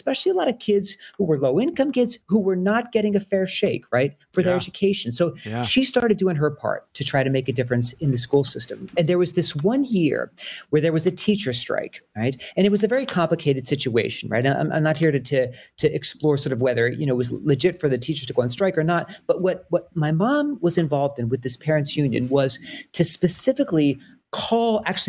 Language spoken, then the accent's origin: English; Philadelphia, Pennsylvania, United States; I grew up in Philadelphia, and if folks know it, in the Germantown neighborhood.